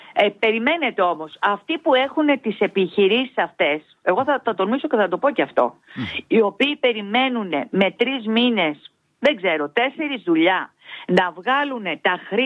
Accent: Piraeus, Attica, Greece; Είμαι ένας απλός, είμαι Πειραιώτισσα και τα λέω τα πράγματα με το όνομά τους.

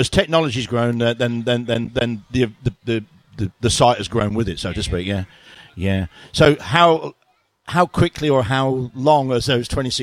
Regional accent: Midlands, United Kingdom; I'm not a Yarmouth character. I'm from the Midlands, but we always used to come here on holiday when I was a kid until like we were 15, 16 years old.

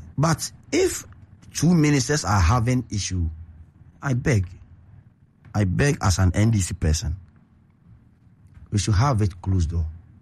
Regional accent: Ghana; the president is making sure that he's putting all measures in place for you and I to be okay as a Ghanaian.

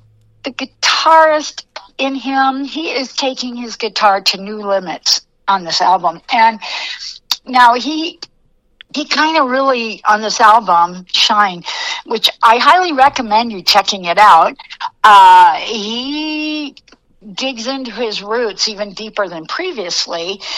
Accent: Cedar Rapids, Iowa, United States; my hometown where I grew up, not where I was born, but where I grew up most of my life, which is Cedar Rapids, Iowa.

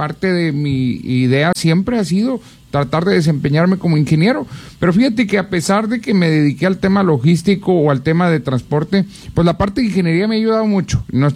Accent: Nuevo Laredo, Tamaulipas, Mexico; para todos los que somos de Nuevo Laredo

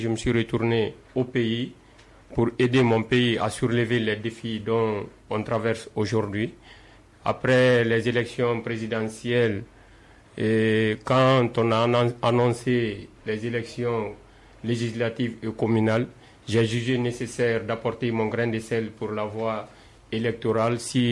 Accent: Conakry, Guinea; je suis d'origine de Kouroussa, né le 7/5 mois 1985 à Conakry, précisément dans la commune de Matoto. J'ai fait mon enfance entre Matoto et dans la commune de Lambani, à Nongotadi.

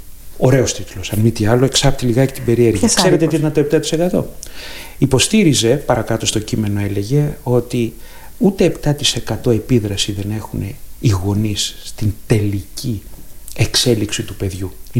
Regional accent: Greece; Νομίζετε ότι ως Έλληνες γονείς μιλάμε πολύ?

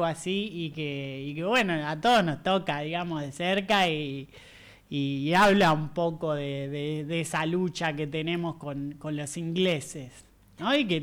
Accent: Argentina; los argentinos todos, digamos, reivindicamos la soberanía de Malvinas.

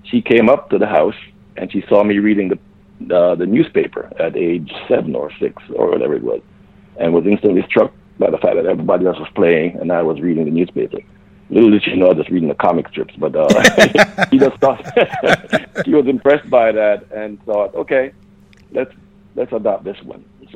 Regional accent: Linstead, Saint Catherine, Jamaica; born there; Again, I was born in Linstead to a humble family.

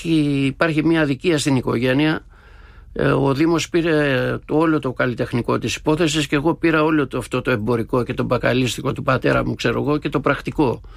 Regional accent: Mesa Didyma, North Aegean, Greece; Το χωριό μου λέγεται Μέσα Διδήμα και είναι κεντρικά της Χίου, τη θάλασσα τη βλέπουμε με το κιάλι.

